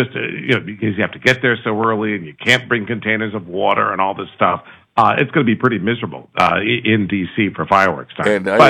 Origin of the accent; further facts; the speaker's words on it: United States; It's actually right across the bay from my hometown.